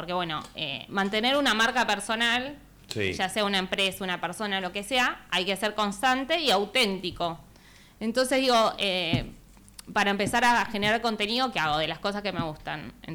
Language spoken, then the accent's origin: Spanish; Argentina; Soy argentino